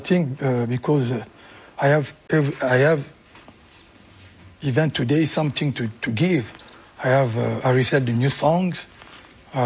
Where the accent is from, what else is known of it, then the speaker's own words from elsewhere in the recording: Kinshasa, DR Congo; English is a second language; moved away as an adult; also born or lived in Paris, France; I grew up in Kinshasa, and I go to the Paris when I was used to be a little bit, you know, like 19, 20. So I have both culture. No, Congolese culture and Rumba music.